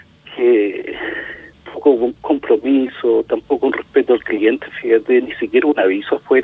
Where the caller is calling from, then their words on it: Tomé, Biobío, Chile; Yo soy de Tomé.